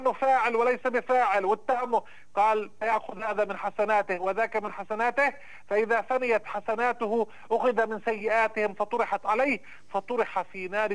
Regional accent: Nablus, West Bank, Palestine; accent: Nablus colloquial dialect; إحنا في نابلس بنقول الحمو أو الحما

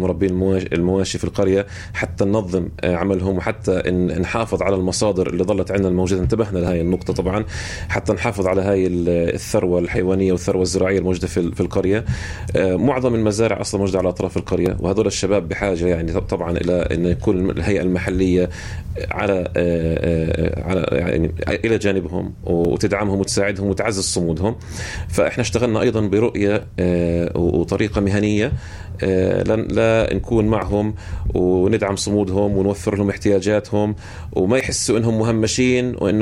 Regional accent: Beitin, Ramallah and al-Bireh Governorate, Palestine; إحنا عندنا في بيتين

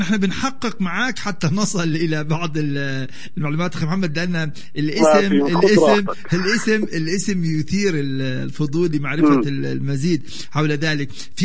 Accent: Palestine; موجودين في ذاكرتنا كفلسطينيين.

